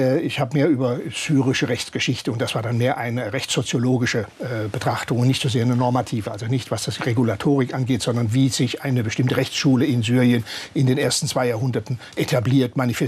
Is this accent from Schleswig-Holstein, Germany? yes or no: no; Baden-Württemberg, Germany; moved away as an adult; Ich komme aus Südbaden und da ist alles sehr badisch und sehr lieb und behäbig